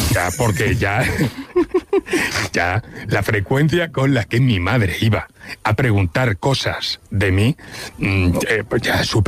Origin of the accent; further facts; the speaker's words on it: Barcelona, Catalonia, Spain; born there; nace en Barcelona.